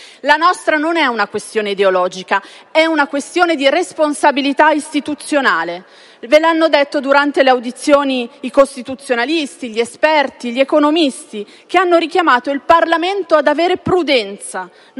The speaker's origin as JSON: {"language": "Italian", "region": "Lombardy", "country": "Italy", "said": "lo dico da lombarda"}